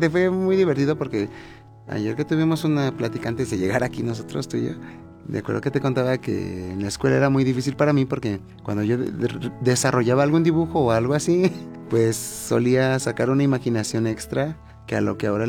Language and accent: Spanish; Pachuca, Hidalgo, Mexico; born there; nací aquí en Pachuca, Hidalgo, en el año 92, del 3 de enero.